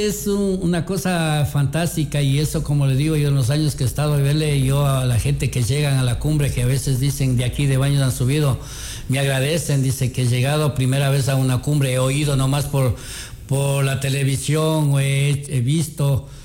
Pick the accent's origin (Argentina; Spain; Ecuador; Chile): Ecuador; Como montañeros libres, como ecuatorianos, sí podemos.